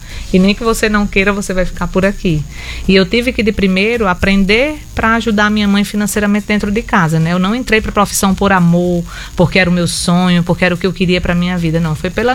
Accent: São Paulo, Brazil; born there; moved away; eu nasci em São Paulo, eu e minha irmã.

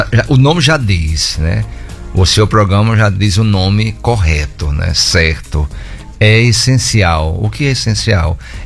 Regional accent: Mossoró, Rio Grande do Norte, Brazil; Eu sou moçoroense. Meu pai é cearense, minha mãe é paraibana. Moravam num sítio na Paraíba.

